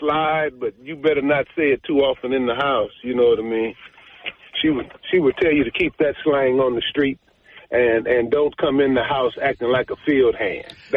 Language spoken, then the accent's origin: English; Detroit, Michigan, United States; Born and raised in Detroit.